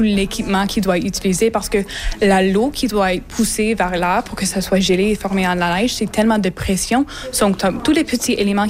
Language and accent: French; Manitouwadge, Ontario, Canada; French is a second language; notamment parce que je viens de Manitouage. J'ai déjà une zone qui est assez anglophone. Je dois même voyager un an juste pour fréquenter une école secondaire française. Et moi-même, je suis la seule personne dans ma famille qui peut actuellement parler français.